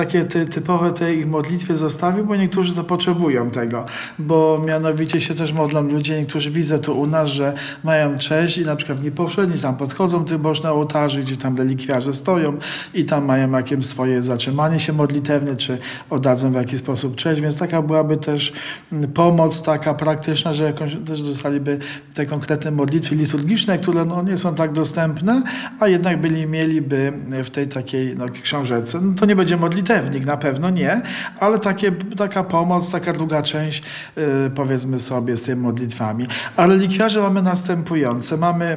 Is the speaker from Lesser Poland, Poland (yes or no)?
yes; Tarnów, Lesser Poland, Poland; born there; moved away; pochodzę z Tarnowa, z parafii katedralnej.